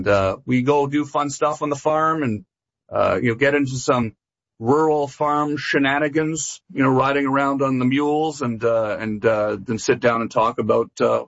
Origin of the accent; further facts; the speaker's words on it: Canada; A lot of the things that seem, you know, very, normal to me growing up in Canada is now beautiful